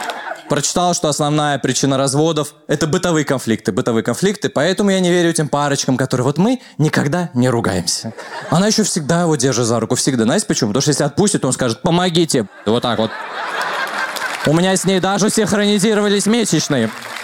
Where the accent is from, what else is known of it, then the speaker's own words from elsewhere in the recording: Russia; born there; я армянин, родился в России, армянский никогда не знал.